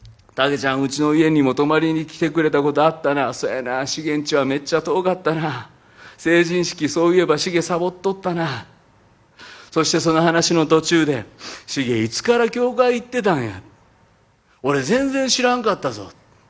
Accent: Fukuchiyama, Kyoto, Japan; moved away; 京都の福知山は私の出身ですけれども

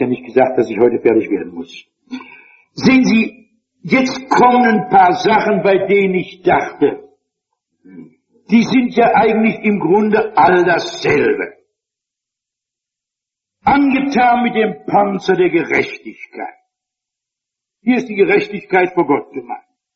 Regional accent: Hesse, Germany; Ich bin groß geworden im Schatten der Saalburg. Das ist eine alte römische Burg, die man im Taunus ausgegraben hat, die man wieder aufgebaut hat.

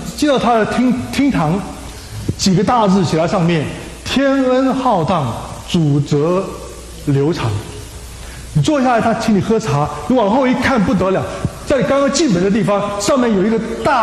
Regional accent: Taiwan; 我们在台湾信主

